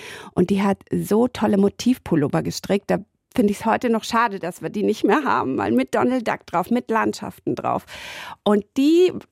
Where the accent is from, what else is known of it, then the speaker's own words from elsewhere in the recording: Rhineland-Palatinate, Germany; moved away as an adult; aufgewachsen zu sein. Wir waren viel draußen, viel in der Natur. Auch in einem Neubaugebiet, wo wir als Kinder in den Schlammbergen hoch und runter sausen durften und viel im Pfälzerwald spazieren.